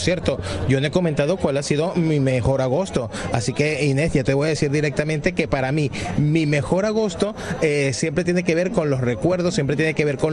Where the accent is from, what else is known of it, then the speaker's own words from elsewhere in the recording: Venezuela; born there; yo nací en Venezuela, pero recuerdo que he veraneado aquí en Gijón durante muchos, muchos años